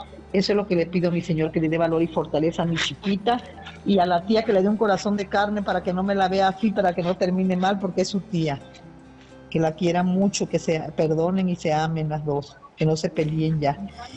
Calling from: Aguascalientes, Mexico; de aquí de Aguascalientes.

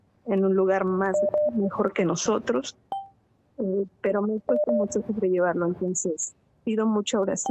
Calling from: San Luis Potosí, Mexico; de San Luis Potosí.

